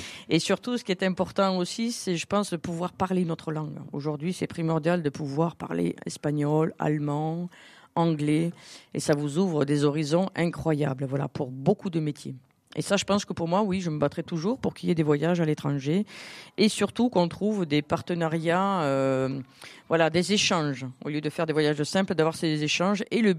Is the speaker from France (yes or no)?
yes; Southern France, France; accent: southern (accent du Sud); Je travaille un peu plus mon anglais, voilà. Alors, ça fait rire tout le monde avec mon petit accent du Sud.